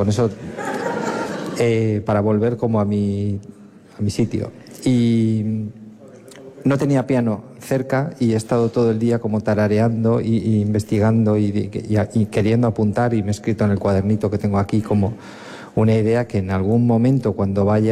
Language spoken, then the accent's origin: Spanish; Cantabria, Spain; Como cántabro, para mí mañana ya es invierno, ojalá.